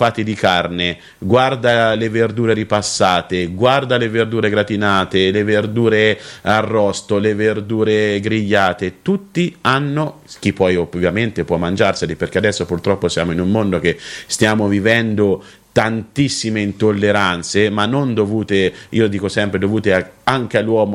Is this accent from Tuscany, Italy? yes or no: yes; Cortona, Tuscany, Italy; io sono aretino e cortonese, perché sono del comune di Cortona